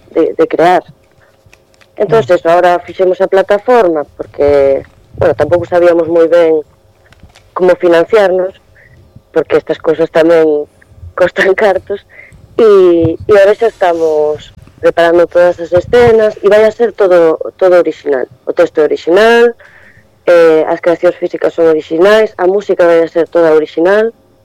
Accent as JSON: {"language": "Galician", "town": "Narón", "region": "Galicia", "country": "Spain", "also_born_or_lived": "Ferrol", "said": "somos de Narón e Ferrol, la contorna toda por aquí"}